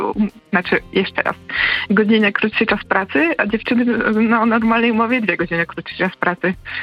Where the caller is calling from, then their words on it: Łódź, Łódź Voivodeship, Poland; Też jestem z Łodzi